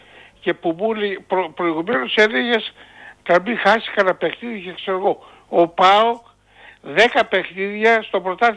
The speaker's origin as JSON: {"language": "Greek", "town": "Ptolemaida", "region": "Western Macedonia", "country": "Greece", "said": "Από το Λεμαϊδα."}